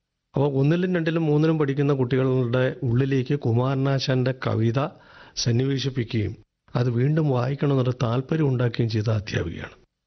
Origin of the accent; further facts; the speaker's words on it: Perumpuzha, Kerala, India; ഞാൻ ജനിച്ചത് പെരുമ്പുഴയിലാണ്. പെരുമ്പുഴ എന്നത് വളരെ പ്രസിദ്ധമായ ചരിത്രത്തിലിടം നേടിയ കുണ്ട്ര എന്ന പ്രദേശത്ത് തൊട്ടാണ്.